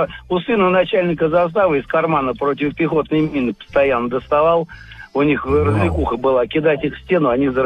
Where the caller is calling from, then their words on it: Moscow, Russia; Я звоню из Москвы.